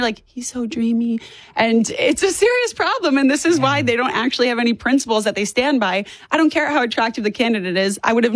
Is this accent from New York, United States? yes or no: yes; New York, United States; also born or lived in Miami; I'm a New Yorker. I grew up half New York, half Miami.